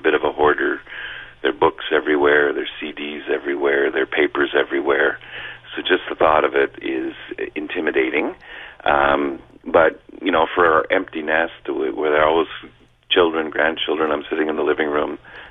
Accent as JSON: {"language": "English", "town": "Beaconsfield", "region": "Quebec", "country": "Canada", "tie": "born or raised there", "also_born_or_lived": "Montreal", "said": "I grew up in Beaconsfield, so brought me back home to a certain extent"}